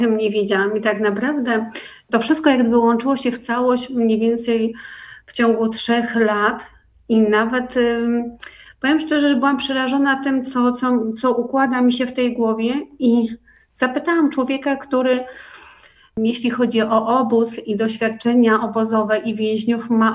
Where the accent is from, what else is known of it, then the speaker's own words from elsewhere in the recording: Niewiadów, Łódź Voivodeship, Poland; Najbliższy ujazd, Niewiadów, bo pochodzę z Niewiadowa. To są te okolice.